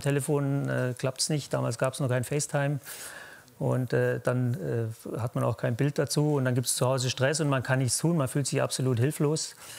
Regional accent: Swabia, Germany; Nee, da bin ich Schwabe.

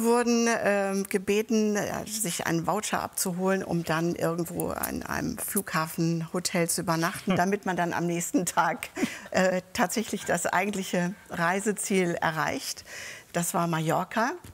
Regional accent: Northern Germany, Germany; Wir sind ja als Norddeutsche manchmal ein bisschen zurückhaltender, nicht immer, aber sagt man uns ja auch nach.

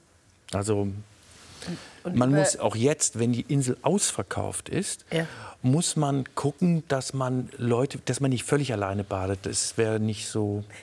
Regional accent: North Rhine-Westphalia, Germany; Und zu der Zeit war es eben so, ich komme aus dem Ruhrgebiet, und ich habe in der Zeit damals die Umrisse der Sonne nicht gesehen und auch keinen Sternenhimmel, kannte ich nicht.

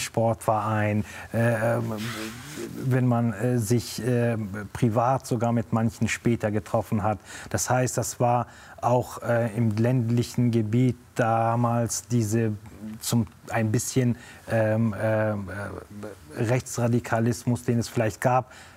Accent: Kabul, Afghanistan; moved away; In diesem sind wir noch dort in Kabul aufgewachsen und man konnte da noch leben.

